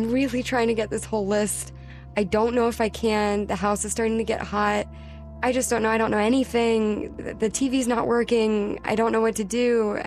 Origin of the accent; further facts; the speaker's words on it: Spicewood, Texas, United States; I'm from Spicewood, Texas.